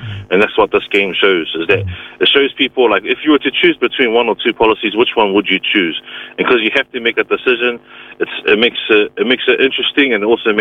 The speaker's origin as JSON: {"language": "English", "country": "New Zealand", "tie": "born or raised there", "said": "growing up in the culture and growing up in New Zealand"}